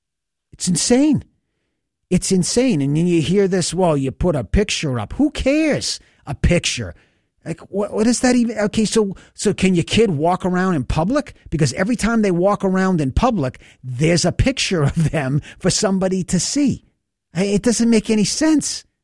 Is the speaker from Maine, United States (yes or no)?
yes; Portland, Maine, United States; When I was a kid growing up in Maine, in Portland, back in the 1980s and early in the 70s